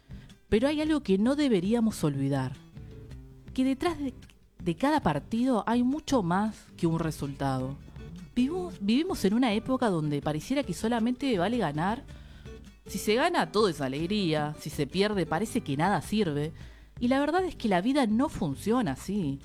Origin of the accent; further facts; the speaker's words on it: Argentina; así somos los argentinos.